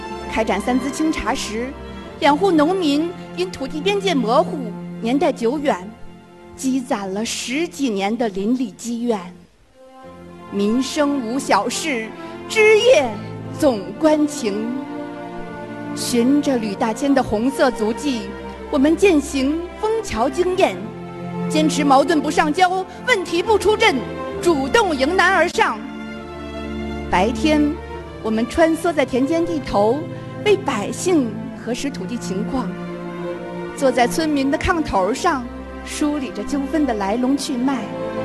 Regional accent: Bin County, Heilongjiang, China; 在我的家乡宾县

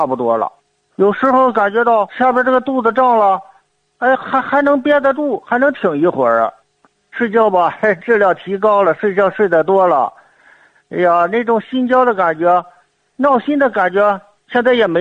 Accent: Hebei, China; 我今年我70岁了，我家是河北的

